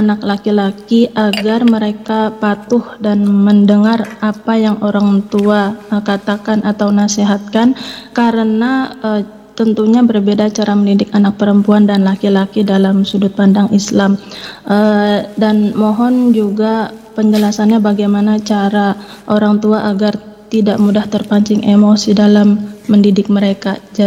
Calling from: Canberra, Australian Capital Territory, Australia; Kami dari Canberra, Ustaz, ada pertanyaan

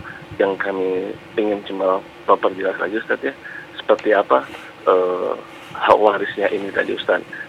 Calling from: Palembang, South Sumatra, Indonesia; Saya dari Palembang.

